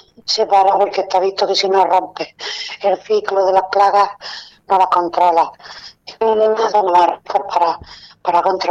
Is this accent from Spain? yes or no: yes; Almería, Andalusia, Spain; los que somos de Almería y conocemos la feria, la hemos vivido desde niños.